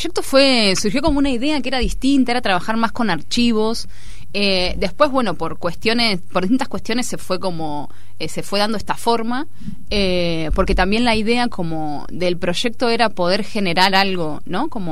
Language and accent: Spanish; Argentina; now in Barcelona, Spain; las tres participantes de la Torti más activas somos de Argentina, entonces también estamos en un territorio que estamos en España, nos movemos en Barcelona